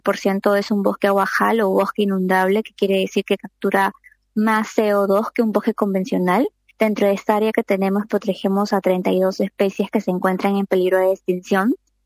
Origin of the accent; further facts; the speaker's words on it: Peru; soy la primera peruana en ser seleccionada, entonces estoy muy contenta de poder representar a mi país